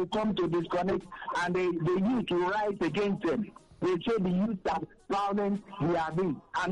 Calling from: Lagos, Nigeria; I'm calling from Lagos.

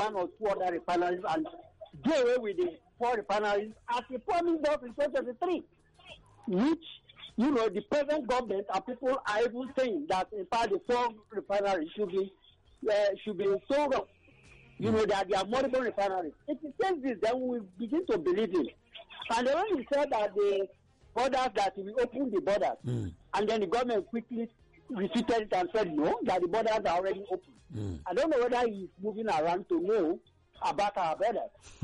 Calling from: Nigeria; I'm calling from Abanganje

